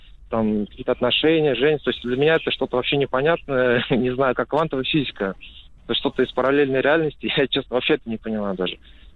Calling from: Sochi, Krasnodar Krai, Russia; 26 лет, вот я из Сочи

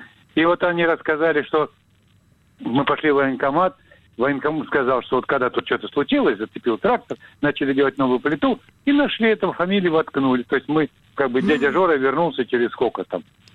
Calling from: Rostov-on-Don, Rostov Oblast, Russia; Ростов-на-Дону.

